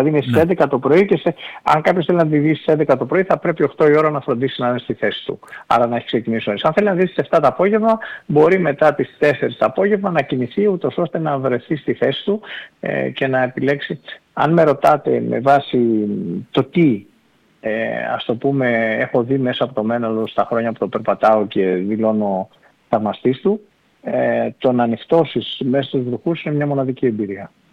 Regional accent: Greece; ως Έλληνες

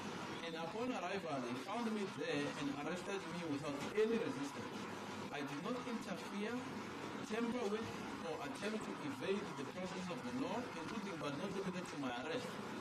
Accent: Giyani, Limpopo, South Africa; also born or lived in Malamulele; I'm a citizen of South Africa with identity number 881213-0736-085. I was born in Malamulele on the 30th day of December 1988 and I'm currently 38 years old. I attended primary school as well as high school at Kanyisa Education Center situated in Giyani.

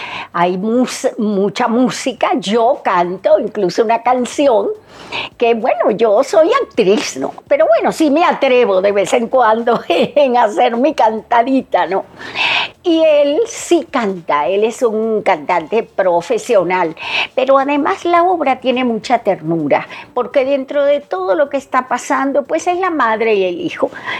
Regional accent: Venezuela; now in Mexico; Y que terminó en mi país. Terminó en Venezuela

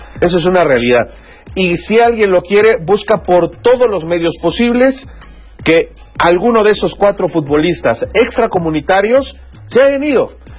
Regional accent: Puebla, Mexico; Yo soy poblano.

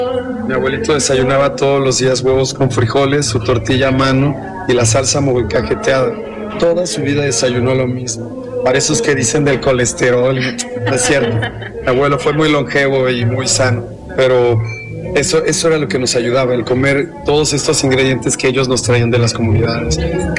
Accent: Xalapa, Veracruz, Mexico; Soy cocinero veracruzano, soy de Jalapa, Veracruz, de la capital

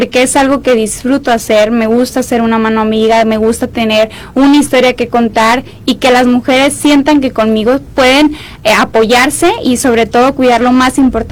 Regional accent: Mexico; que conozcan lo que somos las mujeres mexicanas alegres, nuestra música, nuestra gastronomía

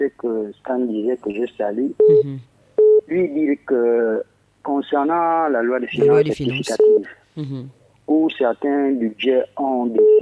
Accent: Moyen-Ogooué, Gabon; moi je sais de quoi je parle parce que chez moi, dans le Moyen-Ogoué, il y a eu des détournements massifs de cet argent.

